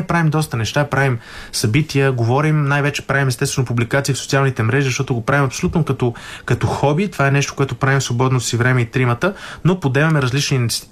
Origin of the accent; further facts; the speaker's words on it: Sofia, Sofia City, Bulgaria; ние сме жители на този квартал и ние там сме израснали